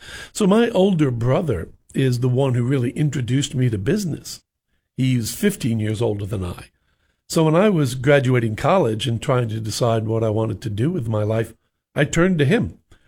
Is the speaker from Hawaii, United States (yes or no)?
no; New York, United States; So I had a really almost idyllic 1960s kind of growing up in New York, and it was wonderful.